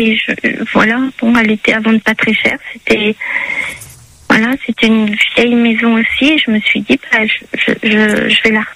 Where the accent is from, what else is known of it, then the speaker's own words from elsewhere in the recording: Paris, Île-de-France, France; Je suis parisienne, alors quand je suis arrivée là, j'étais heureuse, quoi, voilà.